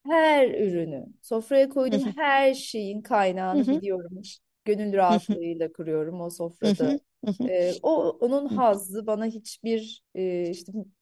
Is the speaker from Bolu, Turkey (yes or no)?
no; Nallıhan, Ankara, Turkey; Nallıhanlıyım